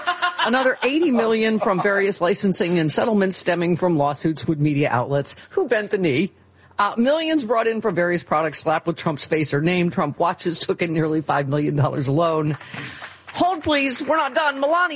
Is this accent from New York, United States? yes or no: yes; Buffalo, New York, United States; Because something, Arby's, the beef on Weck, because I'm from Buffalo.